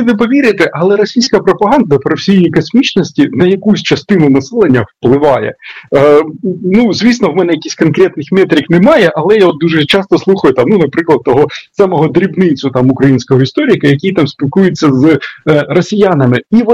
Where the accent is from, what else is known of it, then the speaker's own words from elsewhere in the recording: Sumy, Sumy Oblast, Ukraine; В моєму рідному місті Суми була ситуація